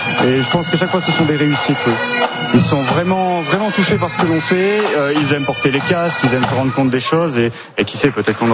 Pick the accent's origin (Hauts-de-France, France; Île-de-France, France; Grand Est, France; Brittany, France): Hauts-de-France, France; j'ai grandi près de Compiègne, terre qui a été marquée par les combats, et j'ai littéralement grandi avec des tranchées presque au bout de chez moi.